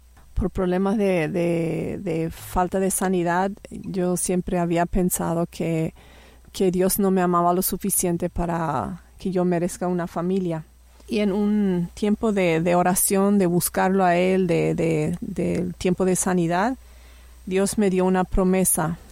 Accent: Paraguay; moved away as an adult; now in Canada; Y hace casi 4 años que vivimos por Canadá, y originalmente soy de Paraguay también.

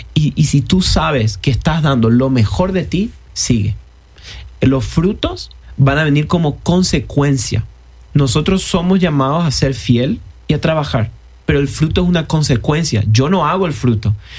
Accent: Argentina; moved away; Yo era un, como decimos allá en Argentina, un pibe, un adolescente.

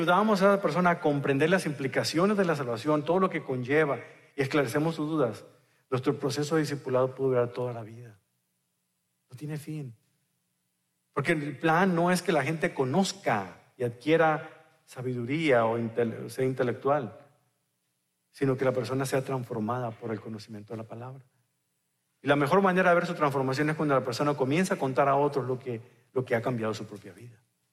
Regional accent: Mexico; De seguro era de mi tierra, porque solamente en México, en mis tierras, desayunamos pescado en la mañana

